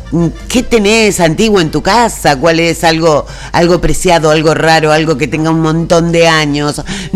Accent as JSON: {"language": "Spanish", "country": "Argentina", "said": "Acá estamos, de vuelta en Argentina, como bien argentinos."}